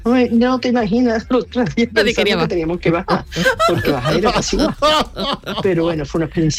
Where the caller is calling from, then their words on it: Seville, Andalusia, Spain; Buenos días … de Sevilla.